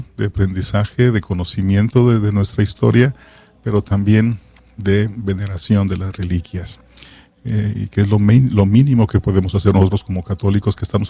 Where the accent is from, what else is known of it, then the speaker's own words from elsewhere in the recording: Guadalajara, Jalisco, Mexico; Ahí en Guadalajara, de donde yo soy, el padre Galván, su templo donde fue asesinado afuera del templo